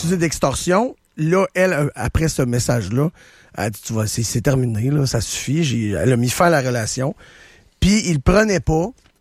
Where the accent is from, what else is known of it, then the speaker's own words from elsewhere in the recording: Montmagny, Quebec, Canada; moi j'ai grandi à Montmagny